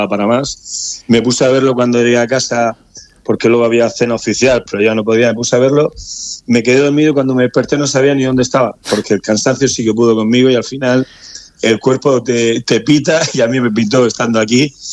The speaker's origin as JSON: {"language": "Spanish", "town": "Murcia", "region": "Region of Murcia", "country": "Spain", "said": "Pues el viaje empezó saliendo, evidentemente, de mi tierra, de Murcia, para ir a Madrid."}